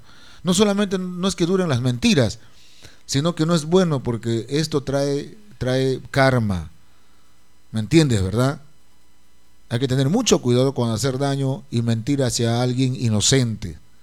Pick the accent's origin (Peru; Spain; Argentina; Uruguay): Peru; Somos peruanos.